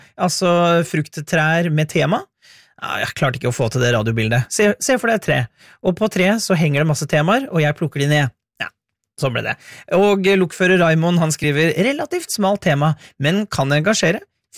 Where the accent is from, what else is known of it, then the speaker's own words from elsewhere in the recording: Hamar, Innlandet, Norway; Jeg kommer jo fra Hamar, og der har vi jo et veldig kjent vikingskip.